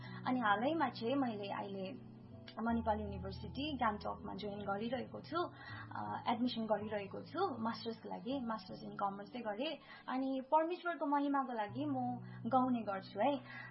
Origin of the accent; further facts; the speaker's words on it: Ravangla, Sikkim, India; born there; मेरो I was born on 18 September 2000 सालमा राबोङला हस्पिटलमा म जन्मेको.